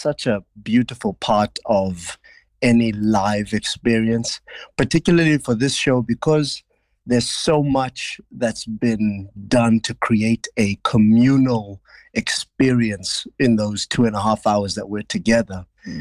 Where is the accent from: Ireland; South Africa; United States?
South Africa; I'm from South Africa